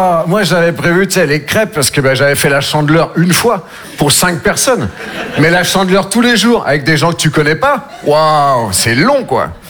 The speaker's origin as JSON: {"language": "French", "region": "Nouvelle-Aquitaine", "country": "France", "said": "Moi, je viens des Deux-Sèvres. Je ne sais pas si vous connaissez. Entre la Vienne"}